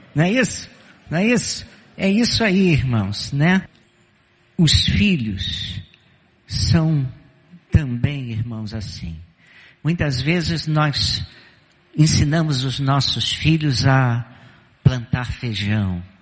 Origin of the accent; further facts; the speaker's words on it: Rio de Janeiro, Brazil; moved away as an adult; also born or lived in Greater Porto Alegre; Fui criado no Rio de Janeiro, sou carioca, e fui começar meu primeiro ministério pastoral no sul do Brasil, na Grande Porto Alegre.